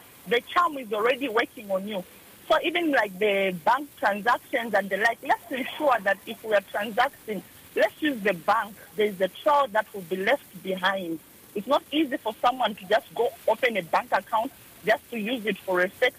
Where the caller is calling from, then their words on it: Zambia; You're talking to … I'm calling from Minwood, Pamwena.